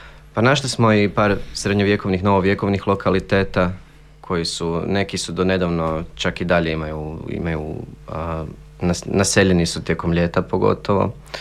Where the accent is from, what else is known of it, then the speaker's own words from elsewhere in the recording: Zagreb, City of Zagreb, Croatia; Ja sam iz Zagreba.